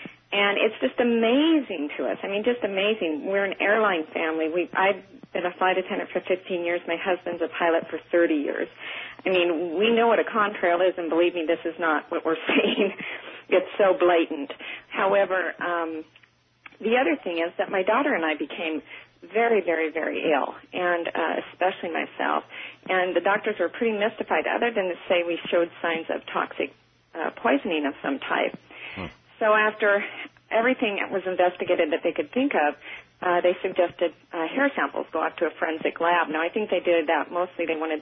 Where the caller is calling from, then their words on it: Gig Harbor, Washington, United States; I live in the Pacific Northwest, Gig Harbor, Washington. … from the vantage that our home sits on, high in a bluff